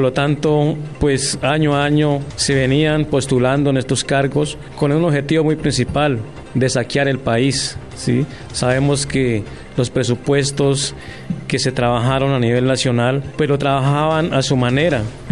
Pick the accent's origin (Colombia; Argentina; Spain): Colombia